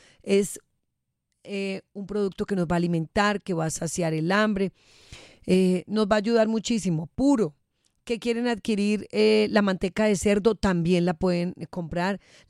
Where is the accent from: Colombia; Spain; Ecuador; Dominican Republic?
Colombia; Boyacá; Se van para Boyacá, mi tierra querida.